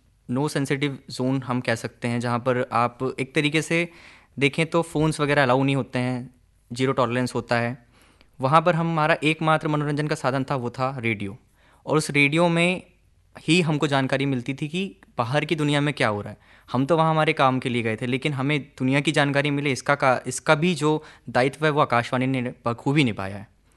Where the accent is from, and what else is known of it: Chhindwara, Madhya Pradesh, India